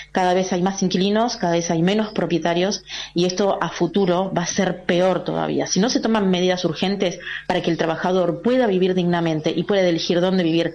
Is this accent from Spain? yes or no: no; Argentina; como argentinos, como trabajadores